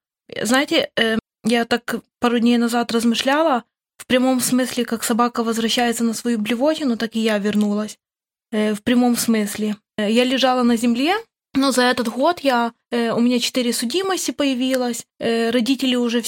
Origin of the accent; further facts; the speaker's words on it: Khmelnytskyi Oblast, Ukraine; Я тоже с Украины, с Хмельницкой области.